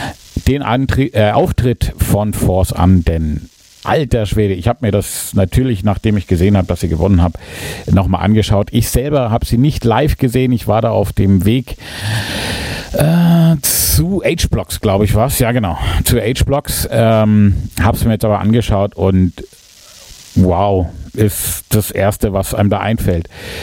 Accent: Erlangen, Bavaria, Germany; Kann man sich vielleicht als Franke und vor allen Dingen als Erlanger ganz gut merken

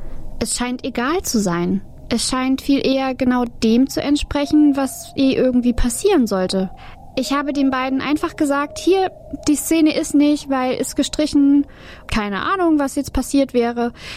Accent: Thuringia, Germany; Die Welt steht nimmer lang. Bin auch aus Thüringen, aber von Hunden habe ich noch nichts gehört.

